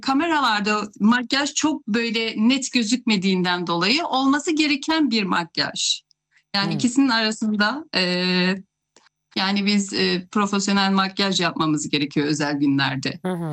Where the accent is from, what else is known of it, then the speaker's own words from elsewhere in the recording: Pazar, Rize, Turkey; now in Rize, Turkey; Rize'deyim. Rize merkezdeyim. Aslen pazardayım ama.